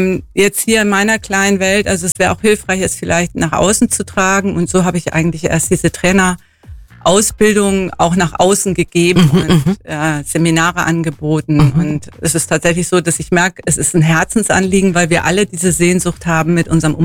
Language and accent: German; Northern Germany, Germany; moved away as an adult; now in Waltenhofen, Germany; ich bin ja keine Allgäuerin. Man hört es mir an der Zunge meistens noch an. Ich komme aus dem Norden und bin hier im Allgäu angekommen im Rahmen meiner Ausbildung. Ich habe hier Betriebswirtschaft studiert.